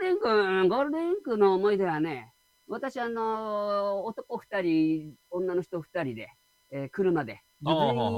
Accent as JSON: {"language": "Japanese", "region": "Tochigi", "country": "Japan", "tie": "born there", "accent": "Tochigi accent (namari)", "moved": "as an adult", "said": "栃木が25年。"}